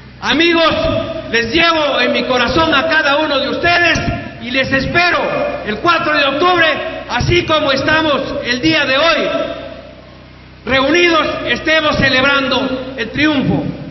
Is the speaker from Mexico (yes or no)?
no; Ambrasbamba, Peru; yo entregue mi propia vida por mi pueblo de Ambrasbamba y sus 23 anexos.